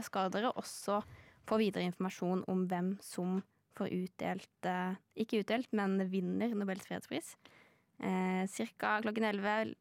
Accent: Arendal, Agder, Norway; Men jeg merket i går at når det regnte ute, så fikk jeg melding om at det var sol hjemme i Arendal. Ja, da fristet det å dra hjem, altså.

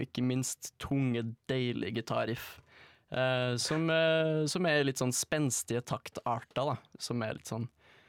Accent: Trondheim, Trøndelag, Norway; Østbyen i Trondheim, der jeg er fra.

